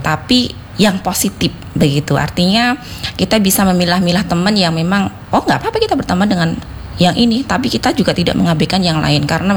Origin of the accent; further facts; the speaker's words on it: Java, Indonesia; karena dulu saya dari Jawa ya, mohon maaf gitu